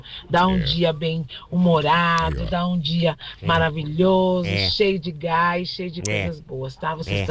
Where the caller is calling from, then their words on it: São Paulo, Brazil; eu sou de Guaianazes.